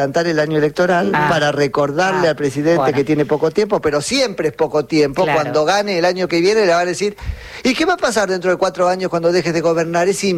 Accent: Argentina; pagamos carísimo como argentinos

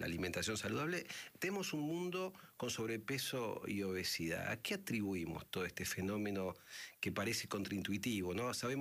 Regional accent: Luján, Buenos Aires Province, Argentina; yo vivía en un barrio, vos también sos de Luján

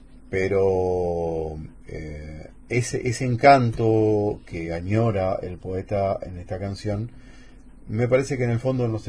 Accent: Corrientes, Argentina; born there; Yo nací en Corrientes y hay cosas de la tierra que siempre te tiran

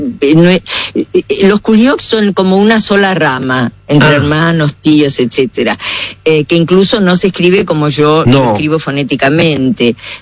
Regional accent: Buenos Aires, Argentina; Yo nací en la ciudad de Buenos Aires, y los primeros años, hasta los 9 años, vivíamos con mi mami y con mi papá en la casa con mis abuelos

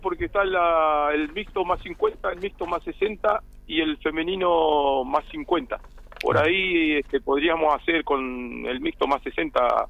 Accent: Caleta Olivia, Santa Cruz, Argentina; nosotros tres de Caleta

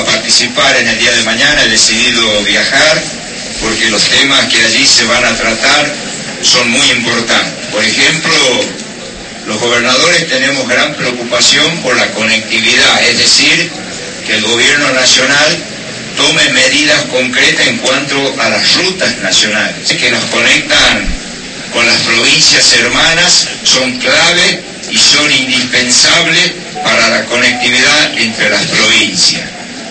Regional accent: Tucumán, Argentina; Como gobernador de la provincia, pero como tucumano fundamentalmente, me siento orgulloso de la salud pública de la provincia de Tucumán.

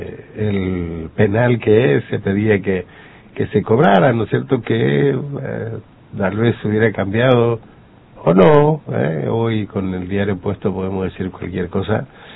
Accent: Argentina

